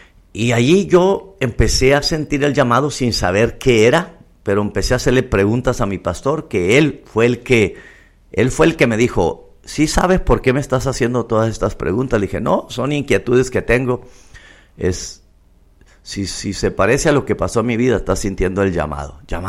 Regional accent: Chihuahua, Mexico; now in Midland, United States; Me voy a México, a Chihuahua. Tenemos nuestra casa, vivimos en la ciudad. Hicimos miembros de una iglesia que era muy misionera, por cierto. Y ellos me apoyaron mucho a ir cada sábado a la zona rural donde yo nací y crecí

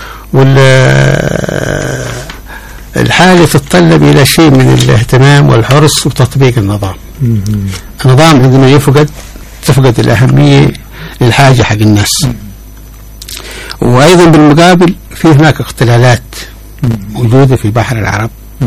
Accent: Hadramaut, Yemen; عندنا هاني في حضرموت

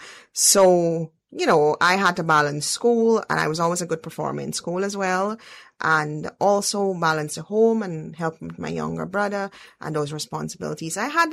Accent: Queenstown, Pomeroon-Supenaam, Guyana; born there; also born or lived in Kapui; I was 12 when I moved. And so that has been my teenage years when I moved to Queenstown away.

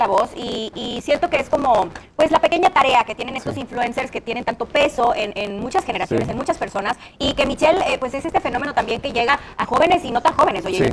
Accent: Mexico; Yo creo que como mexicanos también algo que nos caracteriza es la empatía

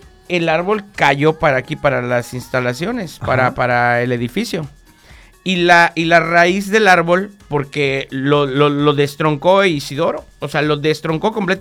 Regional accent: Yucatán, Mexico; los que somos yucatecos y hemos vivido acá

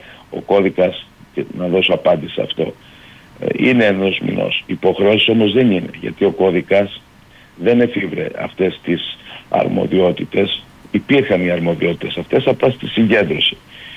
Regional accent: Heraklion, Crete, Greece; είμαι δημότης Ηρακλείου

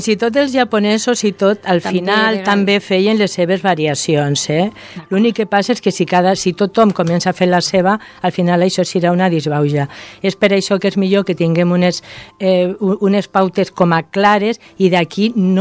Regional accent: Castile, Spain; jo soc castellana i adoro el castellà

